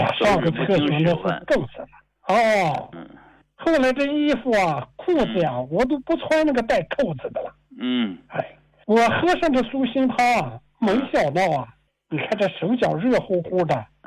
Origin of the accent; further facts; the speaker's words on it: Nantong, Jiangsu, China; 66岁了。我6岁没妈，14岁没爸。